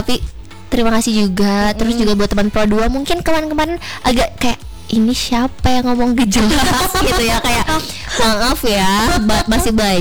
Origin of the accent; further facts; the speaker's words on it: Java, Indonesia; aku Jawa ya.